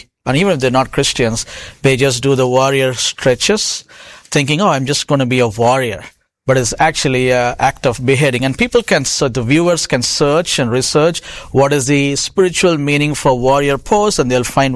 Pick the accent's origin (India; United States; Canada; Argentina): India; moved away; Because I was born and raised in India. I studied in a Hindu school before we became proper Christians, and I was involved in yoga myself